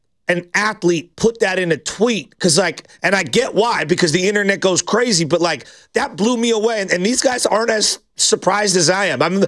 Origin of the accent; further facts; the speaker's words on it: San Francisco, California, United States; I grew up in San Francisco